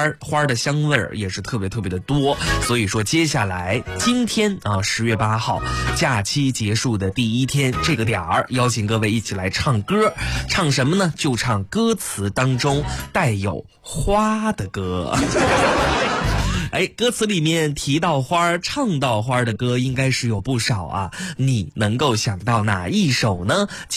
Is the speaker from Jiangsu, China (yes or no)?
yes; Jiangsu, China; 咱们江苏人走在这个大马路上就能够闻到飘来的阵阵桂花香啊